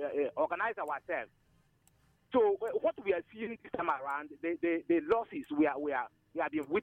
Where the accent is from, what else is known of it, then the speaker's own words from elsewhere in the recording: Nigeria; I'm picking you from my hometown here in the Komore Zekon Autonomous Community.